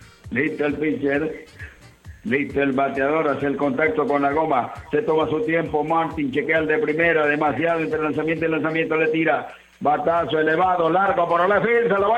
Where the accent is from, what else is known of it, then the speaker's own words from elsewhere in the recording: San Carlos, Río San Juan, Nicaragua; now in Managua, Nicaragua; el sector del almendro, allá de cerca de San Carlos, mi tierra.